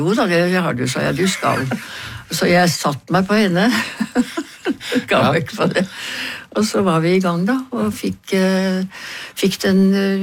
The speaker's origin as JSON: {"language": "Norwegian", "region": "Oslo", "country": "Norway", "tie": "born or raised there", "said": "Jeg har vokst opp på Beste Vestkant, som det heter"}